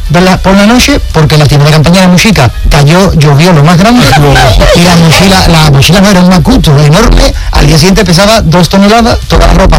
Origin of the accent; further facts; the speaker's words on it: Cádiz, Andalusia, Spain; yo soy de Cádiz, entonces en Cádiz no nos tocaba